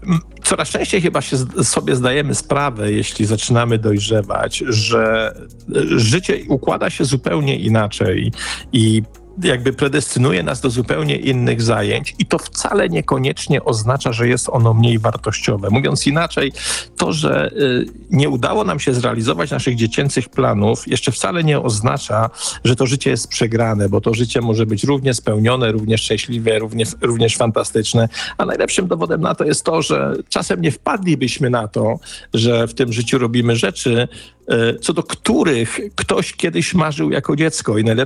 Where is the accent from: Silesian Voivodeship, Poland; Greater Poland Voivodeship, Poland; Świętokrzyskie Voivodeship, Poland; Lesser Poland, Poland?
Silesian Voivodeship, Poland; bo ja jestem ze Śląska